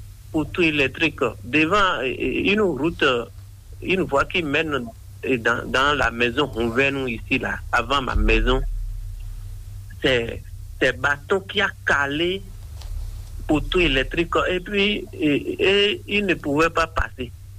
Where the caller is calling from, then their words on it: Avrankou, Ouémé, Benin; Je suis à Vrancou